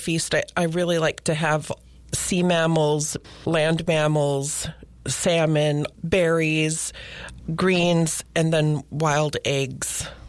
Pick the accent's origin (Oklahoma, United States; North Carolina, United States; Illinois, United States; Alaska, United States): Alaska, United States; now in Anchorage, United States; I'm from Gwichluk originally, but I've lived in Anchorage for 27 years